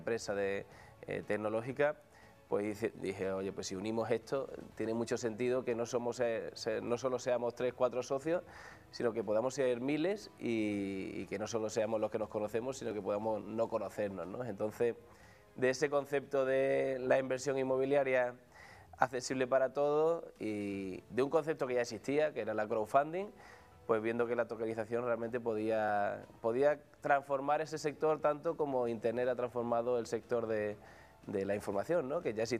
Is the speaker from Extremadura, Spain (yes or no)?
no; Huelva, Andalusia, Spain; Yo soy de una ciudad pequeña, soy de Huelva